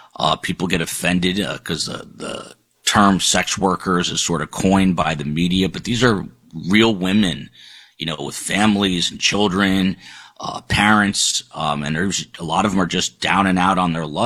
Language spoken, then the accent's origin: English; New Jersey, United States; I was a very young kid in the 70s, and I grew up in New Jersey